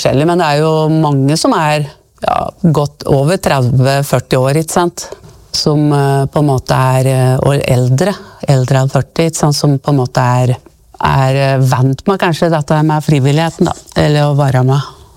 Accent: Reinsvoll, Innlandet, Norway; jeg husker jo når jeg vokste opp her på Reinsvoll

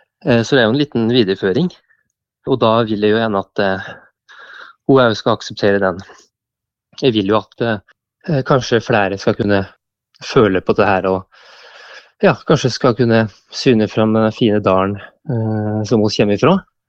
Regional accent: Innlandet, Norway; Så jo en låt om plassen der jeg kommer ifra, og en plass som jeg vil vise frem

